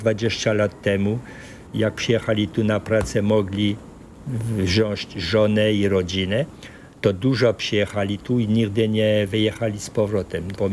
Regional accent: France; first language Polish; now in French Polynesia; ja drugi byłem, Francuz.

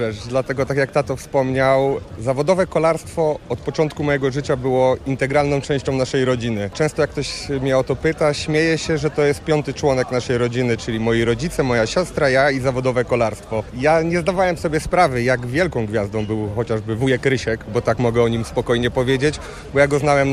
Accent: Lower Silesian Voivodeship, Poland; ja jako rodowity Dolnoślązak

